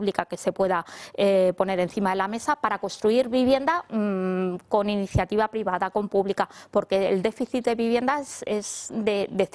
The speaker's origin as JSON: {"language": "Spanish", "town": "Madrid", "region": "Community of Madrid", "country": "Spain"}